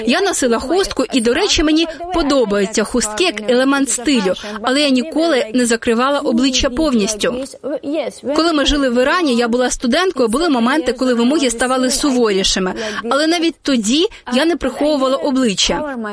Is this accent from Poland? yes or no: no; Afghanistan; Вони навіть не здогадуються, що я з Афганістану, якщо не бачать якихось очевидних деталей.